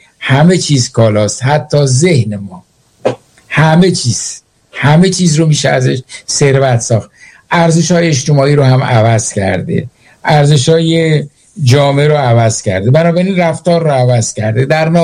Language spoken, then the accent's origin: Persian; Iran; also born or lived in England; now in Sweden; با من اصلا از ایران میام